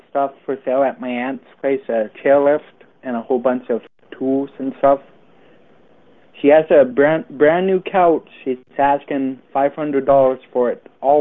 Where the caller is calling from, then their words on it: Langley, British Columbia, Canada; Calling from the Langley area.